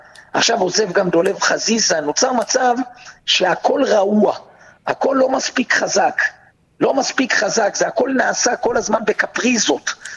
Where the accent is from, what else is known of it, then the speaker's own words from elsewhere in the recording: Petah Tikva, Central District, Israel; דרבי פתח תקוואי, העיר שגדלתי בה, בירת ישראל.